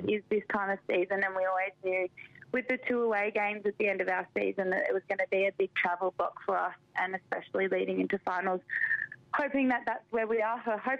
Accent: Victoria, Australia; And back in Victoria, my home state, so I had lots of friends and family there

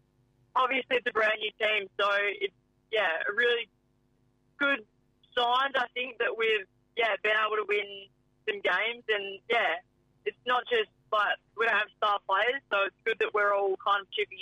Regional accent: Geelong, Victoria, Australia; moved away; Yeah, so I grew up in Geelong, which is, I wouldn't say it's a small country town anymore. There's quite a lot of people that live there. But, yeah, grew up there my whole life

